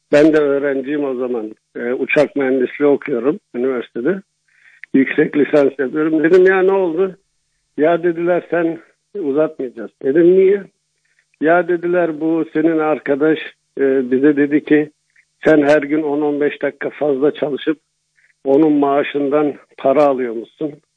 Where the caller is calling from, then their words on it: Stuttgart, Baden-Württemberg, Germany; Almanya'dan arıyorum